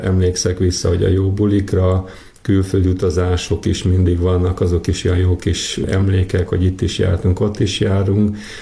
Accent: Tarján, Komárom-Esztergom, Hungary; amiben mi régen felnőttünk Tarjánban

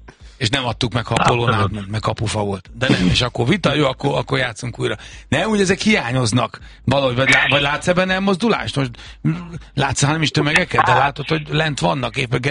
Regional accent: Budapest, Hungary; Meg hát azért a 11. kerületben én felnőttem

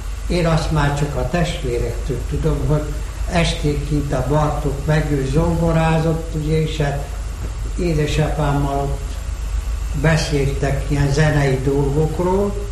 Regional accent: Jobbágytelke, Mureș County, Romania; Erdélyben, Maros-székén, jobbágytelkén születtem, kisdiák koromban. Marosvásárhelyen jártam gimnáziumban

